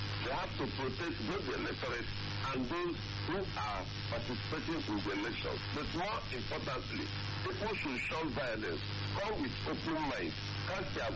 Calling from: Owerri, Imo, Nigeria; I'm calling from Owerri, Imo State.

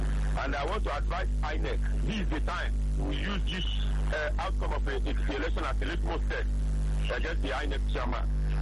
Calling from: Nigeria; I'm reaching you from Nidan Zakara along Abuja Capital Expressway.

